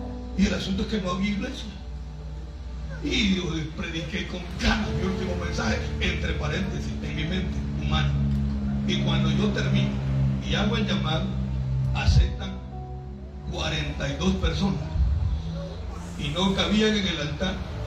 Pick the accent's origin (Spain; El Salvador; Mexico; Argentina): El Salvador; Izalco, Sonsonate; yo soy de Izalco